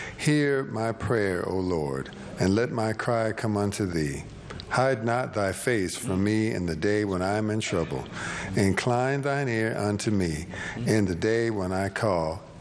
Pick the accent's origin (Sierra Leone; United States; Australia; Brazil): United States; Huntsville, Alabama; Huntsville, Alabama.